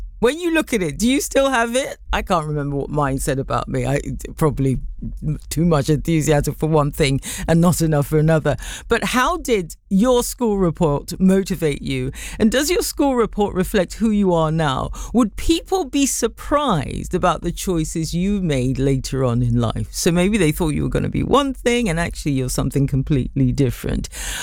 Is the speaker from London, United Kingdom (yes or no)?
yes; London, United Kingdom; This is also where the irony of being a Londoner really kicks in.